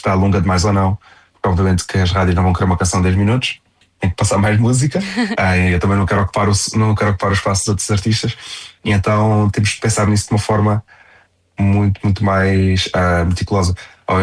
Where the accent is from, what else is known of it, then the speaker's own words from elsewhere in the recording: Faro, Algarve, Portugal; passei a minha infância no Algarve. É Faro.